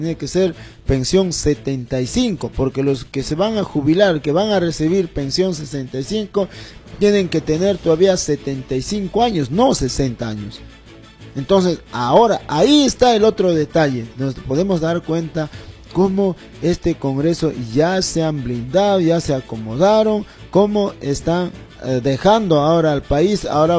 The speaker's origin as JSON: {"language": "Spanish", "country": "Peru", "said": "como un peruano más aquí"}